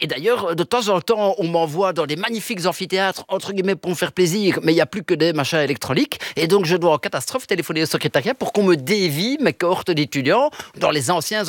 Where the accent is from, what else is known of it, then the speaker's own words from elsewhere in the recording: Belgium; accent: Belgian; first language Italian; French is a second language; also born or lived in Italy; now in Brussels, Belgium; J'ai grandi jusqu'à 5 ans et demi en italien. Oui. J'ai fait le jardin d'enfants, je suis arrivé au mois d'août en Belgique à 5 ans et demi, donc là je ne connaissais pas un mot de français.